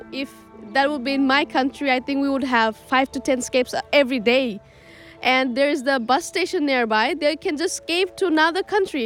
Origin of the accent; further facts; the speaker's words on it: Dhaka, Dhaka Division, Bangladesh; moved away as an adult; now in Maribor, Slovenia; I am from Dhaka, Bangladesh.